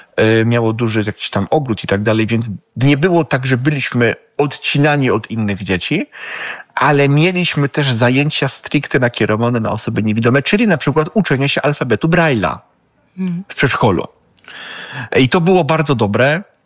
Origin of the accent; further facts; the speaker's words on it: Silesian Voivodeship, Poland; Ja pochodzę ze Śląska, przecież mianowicie śląskich i w Sosnowcu było przedszkole